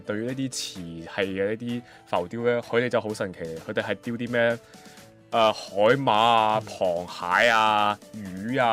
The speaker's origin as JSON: {"language": "Cantonese", "country": "Macau", "said": "我身為一個澳門人，我喺澳門生活咗18年，我都係親眼所見嘅"}